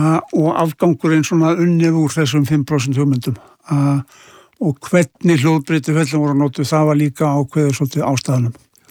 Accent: Kópavogur, Capital Region, Iceland; Já, en ég óls líka upp í Kópavogi og, og mér fannst það alveg mjög gott líka.

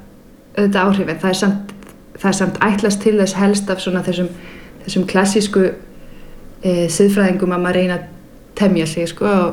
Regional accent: Denmark; now in Iceland; Nú er ég alin upp í Danmörku og það er það mjög mjög sjaldan að þú verður fyrir reiði í opinberu rými

